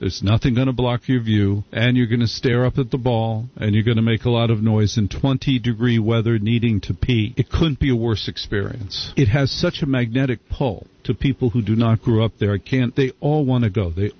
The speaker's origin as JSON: {"language": "English", "town": "New York City", "region": "New York", "country": "United States", "said": "as a New Yorker"}